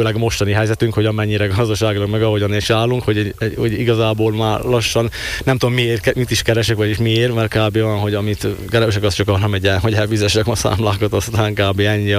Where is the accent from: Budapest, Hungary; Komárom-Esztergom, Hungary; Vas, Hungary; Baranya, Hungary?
Komárom-Esztergom, Hungary; Komárom; Innen Komárom, igazából Komáromból.